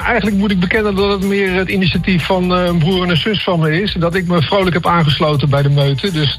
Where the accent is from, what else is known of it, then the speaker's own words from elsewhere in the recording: Voorburg, South Holland, Netherlands; moved away; In Voorburg of all places. Dus als je dat misschien niet weet, het is een voorstad van Den Haag.